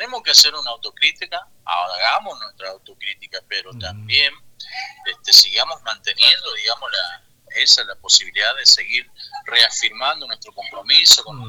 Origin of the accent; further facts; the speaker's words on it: La Leonesa, Chaco, Argentina; Yo estoy en este momento estoy en la ciudad de Resistencia, estoy a 80 kilómetros de mi localidad. Ajá. Yo estoy en la Leonesa.